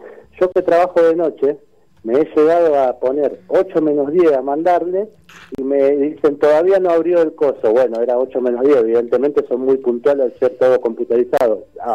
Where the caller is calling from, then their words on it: Villa Bosch, Buenos Aires Province, Argentina; yo vivo en Villa Bosch, en el municipio de 3 de Febrero.